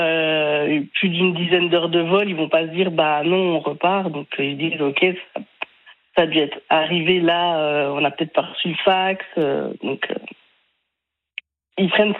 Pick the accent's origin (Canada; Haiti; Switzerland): Switzerland; moved away as an adult; also born or lived in Sri Lanka; now in Île-de-France, France; Je suis suisse, j'ai déménagé il y a 11 ans et demi à peu près, en Île-de-France.